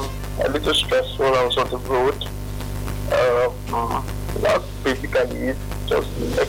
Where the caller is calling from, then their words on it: Kaduna, Kaduna State, Nigeria; I'm calling from Kaduna.